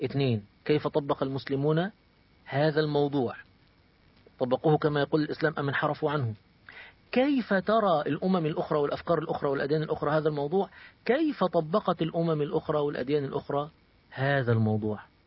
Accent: Egypt; عندنا في مصر المثل يقول لك كده

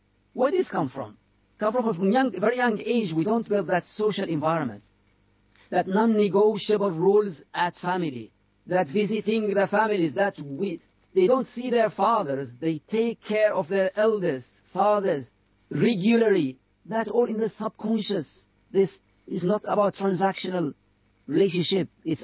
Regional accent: United Arab Emirates; I grew up in Emirates, not in Mauritania.

